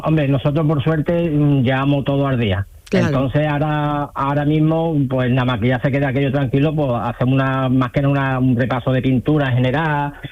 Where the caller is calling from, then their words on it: Andalusia, Spain; por mi tierra